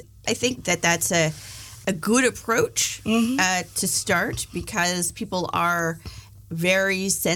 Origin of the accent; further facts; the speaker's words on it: Canada; I have a life of privilege as a Canadian and living in a white body.